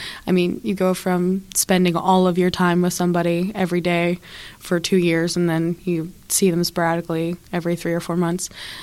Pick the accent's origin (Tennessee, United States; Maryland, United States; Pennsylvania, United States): Pennsylvania, United States; Dormont; I'm actually from Pittsburgh. I grew up in Dormont, and then moved back from college, ended up going to Dormont again.